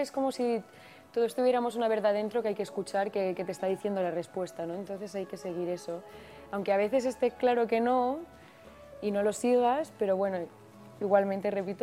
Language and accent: Spanish; Catalonia, Spain; moved away as an adult; now in Madrid, Spain; Soy de Cataluña, pero hace 3 años que estoy en Madrid.